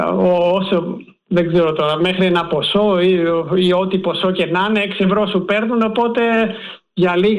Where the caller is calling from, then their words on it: Metamorfosi, Attica, Greece; από τη Μεταμόρφωση.